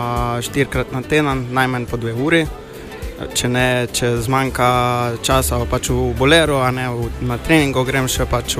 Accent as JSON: {"language": "Slovenian", "town": "Nova Gorica", "region": "Gorizia", "country": "Slovenia", "said": "ki tudi iz Nove Gorice, če ne sem iz Nove Horice, da ne bo."}